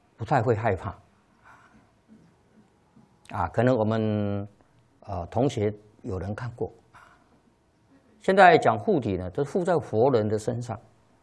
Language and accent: Chinese; China; 我们一般讲农历我们中国人讲农历。